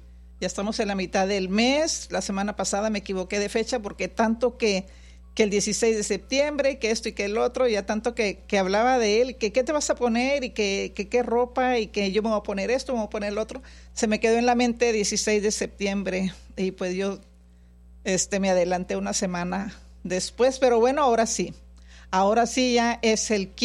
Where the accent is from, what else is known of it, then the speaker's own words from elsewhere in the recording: Reynosa, Tamaulipas, Mexico; now in United States; soy mexicana, yo soy de Reynosa y aunque viva aquí, aunque ya gracias a Dios soy ciudadana americana, pero pues yo nací allá en Reynosa. Y nací, yo creo que es un ejido o un rancho allá en Reynosa. Por eso pues, ¿cómo voy a dejar de ser ranchera? Si soy de rancho